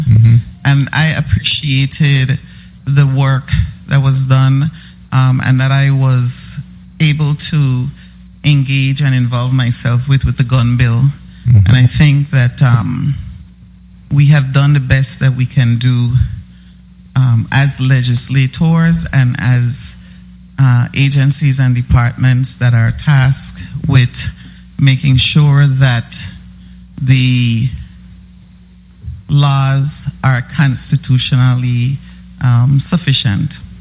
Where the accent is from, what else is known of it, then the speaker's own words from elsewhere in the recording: U.S. Virgin Islands; our rights as Virgin Islanders